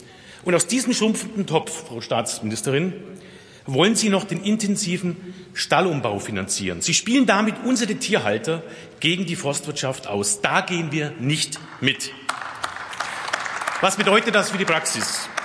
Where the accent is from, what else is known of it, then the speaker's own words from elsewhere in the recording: Bavaria, Germany; Bei uns im Allgäu ist es jetzt so, Herr Minister, wir sind der einzige Landkreis, wo jetzt mal eine befristete Allgemeinverfügung erlassen wurde.